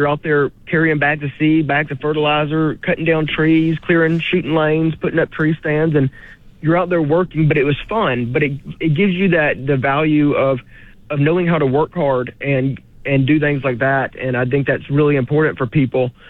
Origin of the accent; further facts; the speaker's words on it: Montgomery, United States; I grew up in Montgomery. I've been hunting and fishing since before I can remember.